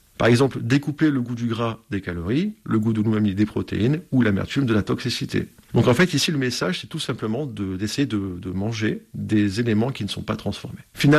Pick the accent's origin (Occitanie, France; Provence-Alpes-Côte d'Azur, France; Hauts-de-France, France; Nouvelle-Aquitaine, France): Occitanie, France; Toulouse; Alors, donc à l'origine, je suis de Toulouse, donc j'ai fait mes études à l'université de Toulouse-Paul Sabatier.